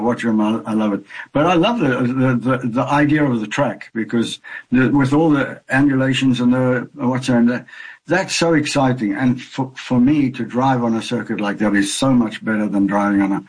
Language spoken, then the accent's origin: English; South Africa; I grew up in South Africa, and yeah. South Africa was racing right all the time. I mean, in our little hometown.